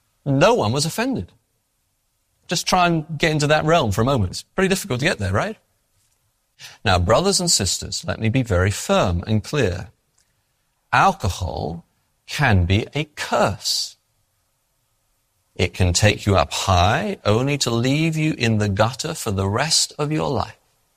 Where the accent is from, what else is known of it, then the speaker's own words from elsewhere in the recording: England, United Kingdom; I am an English Baptist. I'm going to tell you this story so you understand where I'm coming from in terms of my culture.